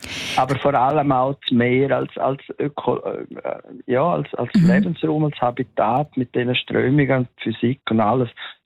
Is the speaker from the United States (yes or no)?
no; Vättis, St. Gallen, Switzerland; born or raised there